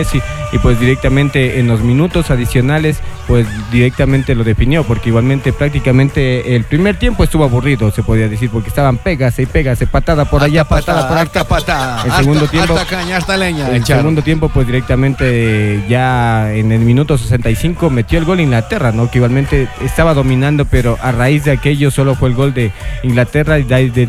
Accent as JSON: {"language": "Spanish", "country": "Ecuador", "said": "nosotros como ecuatorianos"}